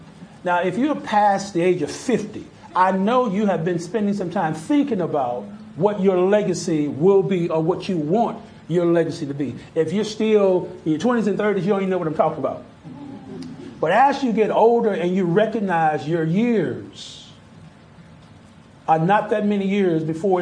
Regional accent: the South, United States; now in Oklahoma City, United States; Now, I grew up in the South, so I didn't know nothing about Oklahoma other than it was cowboy state, based on TV and stuff like that.

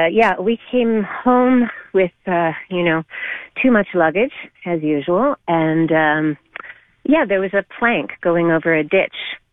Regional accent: Newfoundland and Labrador, Canada; now in Montreal, Canada; I'm originally from Newfoundland, and I have a place there in Crocker's Cove, Carbonear.

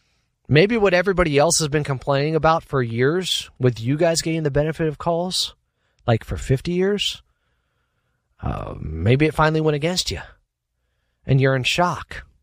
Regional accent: Sacramento, California, United States; Number one, as I mentioned, I'm from Sactown.

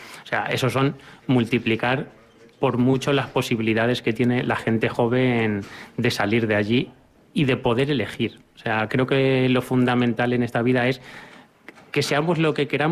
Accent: Pepino, Castilla-La Mancha, Spain; moved away as an adult; now in Jaca, Spain; yo me crié aquí en Pepino

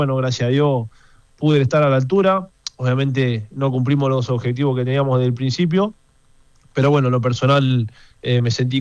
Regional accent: Adolfo Gonzales Chaves, Buenos Aires, Argentina; moved away; Sí, de acá mismo, sí.

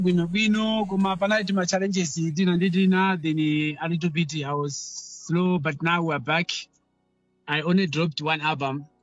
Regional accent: Mzuzu, Northern Region, Malawi; now in Johannesburg, South Africa; Actually, I'm from Malawi, north side, Mzuzu.

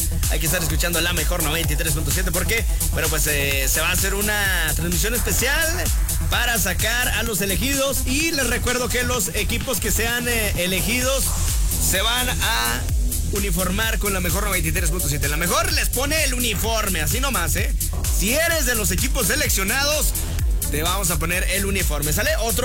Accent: Jesús María, Mexico; arriba Jesús María, mi tierra natal.

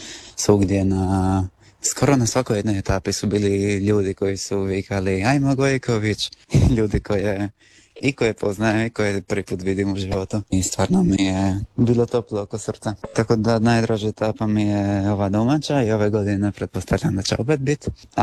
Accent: Croatia; mi je ogromna čast startat Crorace kao Hrvat. Kao jedan od dva Hrvata koji startaju

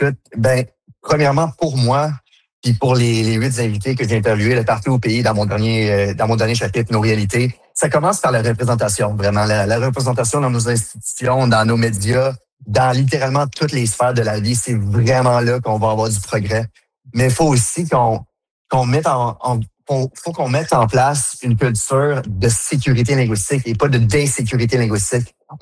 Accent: Ontario, Canada; Moi, en tant que franco-ontarien, je la vis à tous les jours.

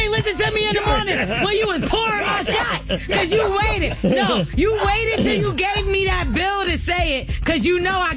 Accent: Brooklyn, New York, United States; Because Golden Crest, I'm from Brooklyn.

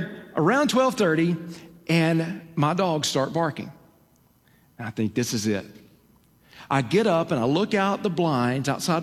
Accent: Alabama, United States; born or raised there

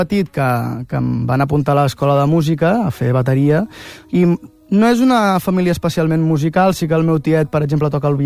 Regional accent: Mataró, Catalonia, Spain; born there; moved away as an adult; a Mataró tenim la sort de que tenim una festa major molt guai

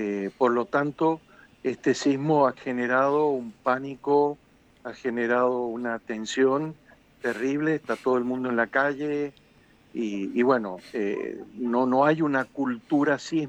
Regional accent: Mendoza, Argentina; now in Panama; soy mendocino y bueno, vivimos en toda nuestra familia, vivimos acá en Panamá.

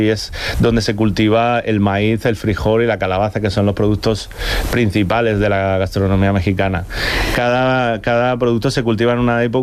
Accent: Spain; soy español, pero yo creo que tengo corazón latino

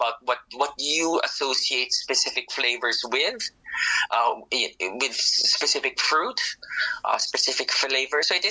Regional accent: Philippines; So for example, I'm originally from the Philippines. For me, tropical flavors are pineapple and mango, not necessarily passion fruit.

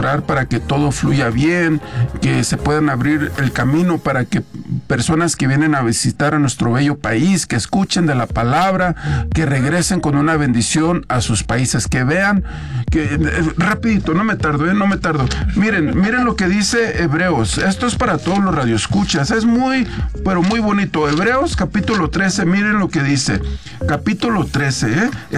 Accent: Guanajuato, Mexico; no, de verdad, yo soy de Guanajuato, pero ahorita que estoy sacando mi pasaporte, me pidieron el acta de nacimiento de mi papá y de mi mamá.

